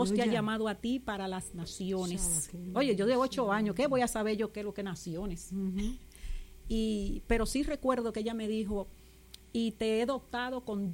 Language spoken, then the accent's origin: Spanish; Santo Domingo, Distrito Nacional, Dominican Republic; moved away as an adult; now in Virgin Islands; yo soy de República Dominicana, la capital, Santo Domingo. Vine a las Islas Vírgenes en el 1999, a finales.